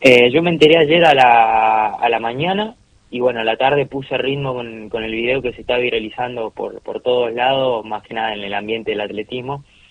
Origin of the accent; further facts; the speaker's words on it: Jarilla, San Luis, Argentina; soy oriundo de San Luis. Yo crecí de chico en Jarilla, en un pueblito que está cerca del límite con Mendoza.